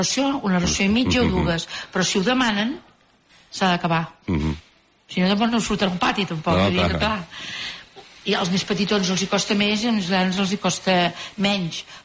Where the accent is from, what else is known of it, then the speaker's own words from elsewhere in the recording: Bellvei, Catalonia, Spain; al meu poble, que és Bellvei, sempre em presento allí per veure els autocars si han arribat a l'hora.